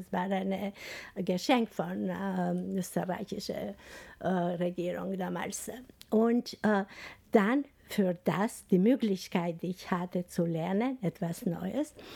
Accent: Albania; German is a second language; moved away; woher kommst du aus Albanien? Aus Albanien und dann war total etwas anderes. Wir leben hier.

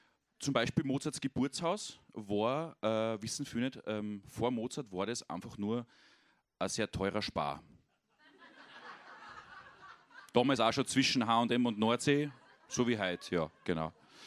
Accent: Salzburg, Austria; Ich bin ein Salzburger Stadtkind.

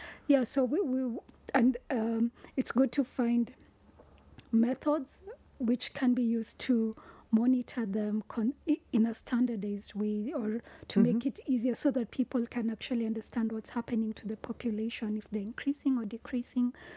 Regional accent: Nairobi, Kenya; born or raised there

